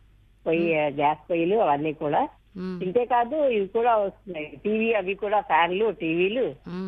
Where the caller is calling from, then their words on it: Vizianagaram, Andhra Pradesh, India; విజయనగరం నుంచి మాట్లాడుతున్నాను.